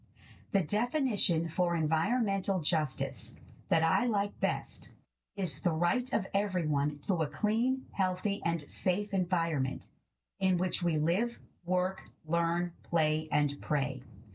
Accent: Newburyport, Massachusetts, United States; now in Colorado, United States; New to Colorado, I was raised in Newburyport, where my relationship with the outdoors was formed. In a tiny house on Franklin Street, just steps away from the Merrimack River, the seeds were being planted

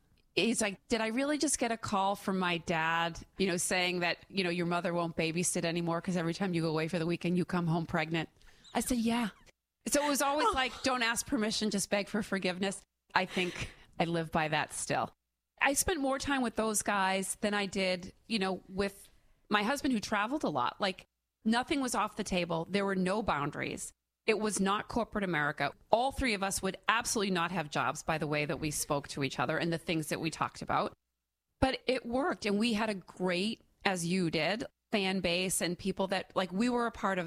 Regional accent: Stoneham, Massachusetts, United States; I grew up in Stoneham.

